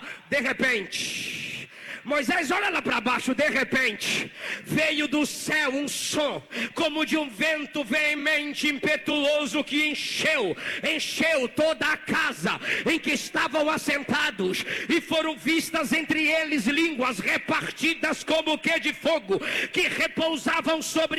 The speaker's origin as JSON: {"language": "Portuguese", "region": "Bahia", "country": "Brazil", "said": "A gente é baiano"}